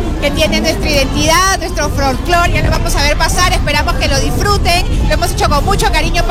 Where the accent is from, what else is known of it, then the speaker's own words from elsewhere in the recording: Arequipa, Peru; born there; somos arequipeños, nacimos en Arequipa, nuestras raíces están en Arequipa